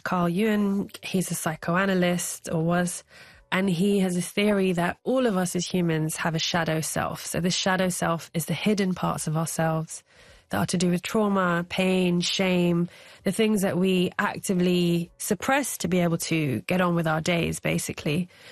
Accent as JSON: {"language": "English", "region": "London", "country": "United Kingdom", "tie": "born or raised there"}